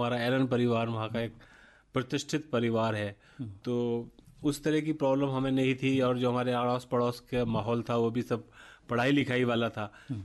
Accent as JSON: {"language": "Hindi", "town": "Haldaur", "region": "Uttar Pradesh", "country": "India", "tie": "born or raised there", "said": "उत्तर प्रदेश जिला बिजनौर में एक जगह है हल्दौर, वहाँ का रहने वाला हूँ और मेरा बचपन उसी टाउन में बीता है। और मैंने अपनी जो क्लास 10 तक की एजुकेशन है वो वहाँ चंद्रमणि देवनागरी इंटर कॉलेज से प्राप्त की है।"}